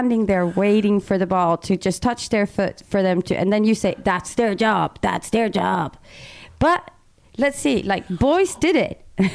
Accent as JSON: {"language": "English", "town": "Landskrona", "region": "Skåne", "country": "Sweden", "said": "I'm from Landskrona"}